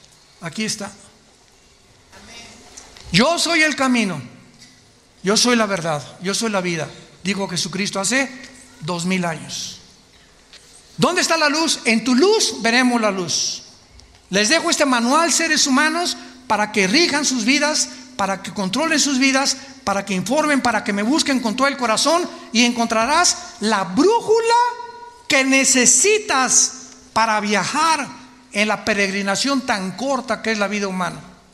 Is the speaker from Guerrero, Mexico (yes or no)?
yes; Acapulco, Guerrero, Mexico; fui criado en Acapulco